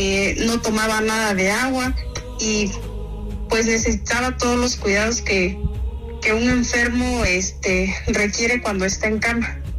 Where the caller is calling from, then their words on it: San Bartolo, Mexico; Yo le estoy llamando de aquí, de San Bartolo.